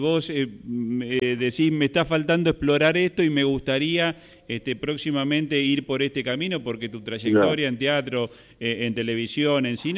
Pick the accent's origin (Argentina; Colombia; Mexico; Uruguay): Argentina